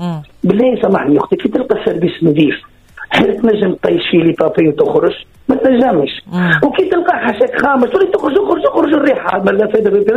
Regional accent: Nabeul, Nabeul Governorate, Tunisia; انا في نابل انا ولد نابل انا ولد نابل قبل متذكر انا صغير تراكتور نتاع بلديه بالفرش ينظف

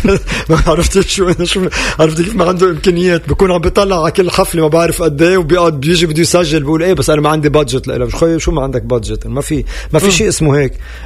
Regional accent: Lebanon; يعني أنا لبناني, واللي عم نعيشه من وقت ما خلقت أنا بلبنان بالحروب اللبنانية وكل القصص

